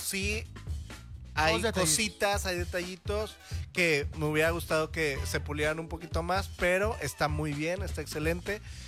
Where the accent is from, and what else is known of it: Mexico